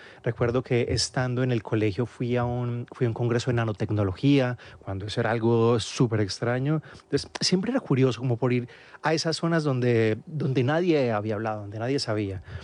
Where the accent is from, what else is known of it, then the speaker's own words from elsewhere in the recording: Medellín, Antioquia, Colombia; also born or lived in Marinilla / Manizales / Turbo / Montería; A ver, empezamos Yo nací en Medellín, después de eso mis padres se fueron a Marinilla